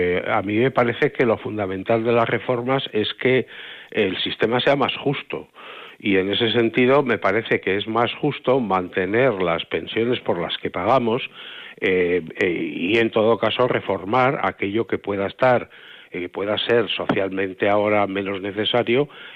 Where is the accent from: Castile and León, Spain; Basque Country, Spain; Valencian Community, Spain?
Castile and León, Spain; Burgos; Yo soy de Burgos